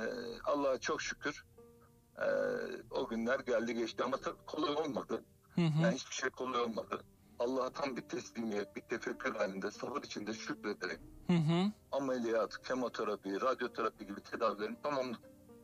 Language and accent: Turkish; Sakarya, Turkey; hatta tabii benim memleketimden Sakarya gelenim ben.